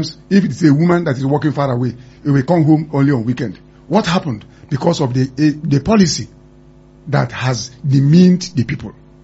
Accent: Nigeria; born or raised there

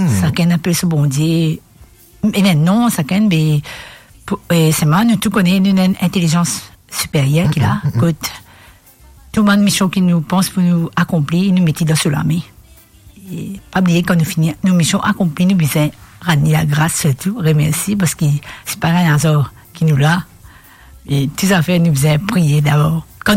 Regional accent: Mauritius; En fait, pour moi, en tant que Mauricienne, je connais … quand tu es bien jeune.

